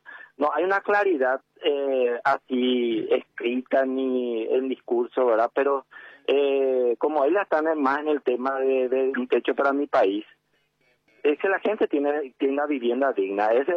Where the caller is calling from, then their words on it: Asunción, Paraguay; nosotros pues somos asunceno también, Luis, en el fondo pues somos asunceno porque vivimos en Asunción.